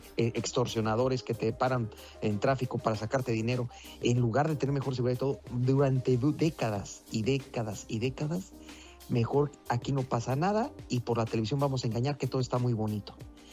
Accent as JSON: {"language": "Spanish", "country": "Mexico", "moved": "yes"}